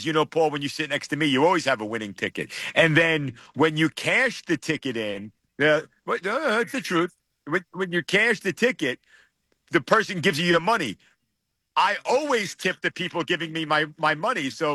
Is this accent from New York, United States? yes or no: yes; New York City, New York, United States; I'm from Brooklyn, Staten Island.